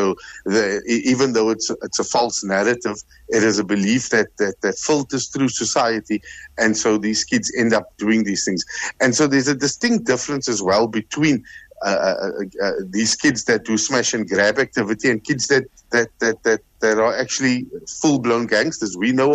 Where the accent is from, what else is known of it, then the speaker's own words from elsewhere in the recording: Cape Town, Western Cape, South Africa; I grew up in Bonteville, and my parents worked.